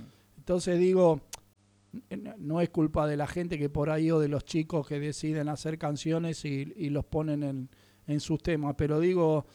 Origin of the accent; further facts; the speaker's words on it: Uruguay; also born or lived in Buenos Aires; Yo sí soy nacido en Buenos Aires, bueno. Yo conté, pero bueno, antes de un año ya vivía en Uruguay